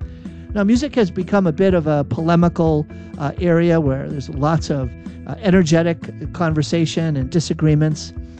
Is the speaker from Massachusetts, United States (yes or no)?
yes; Boston, Massachusetts, United States; now in Idaho, United States; I'm from Boston originally, though I'm okay. All the way out here in the Treasure Valley area of Southern Idaho.